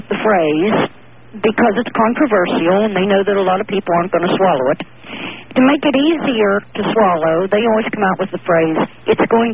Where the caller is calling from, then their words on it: Meadville, Pennsylvania, United States; I'm calling from Meadville, Pennsylvania.